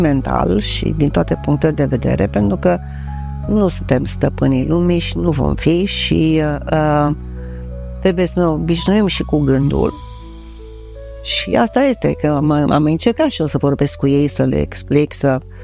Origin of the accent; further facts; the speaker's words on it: Romania; eu sunt din România. Nu m-am ferit niciodată să spun că eu sunt româncă.